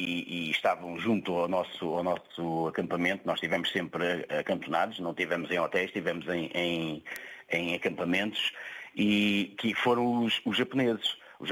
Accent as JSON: {"language": "Portuguese", "country": "Portugal"}